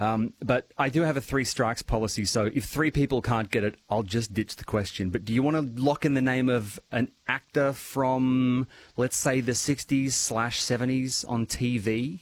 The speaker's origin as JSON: {"language": "English", "region": "New South Wales", "country": "Australia", "tie": "born or raised there", "said": "So, yeah, I grew up in New South Wales, and those things... literally came out of the walls."}